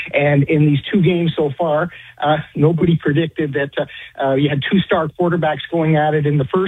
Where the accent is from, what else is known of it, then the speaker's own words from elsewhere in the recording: Chicago, Illinois, United States; now in Santa Monica, United States; Well, I'm originally from Chicago